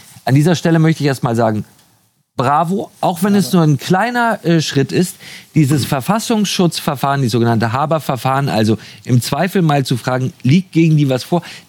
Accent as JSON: {"language": "German", "region": "Hamburg", "country": "Germany", "said": "als Hamburger bin ich natürlich geprägt vom G20-Gipfel."}